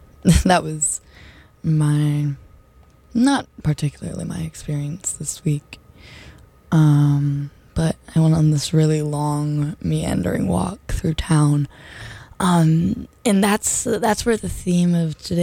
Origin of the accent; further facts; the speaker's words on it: Nashville, Tennessee, United States; first heard on my hometown radio station in Nashville.